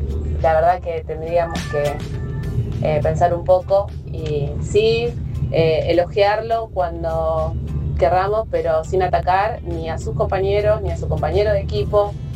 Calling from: Buenos Aires, Argentina

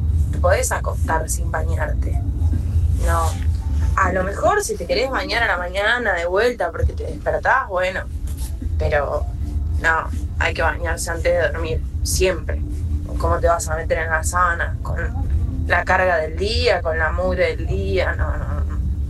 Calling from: La Pampa, Argentina; desde La Pampa.

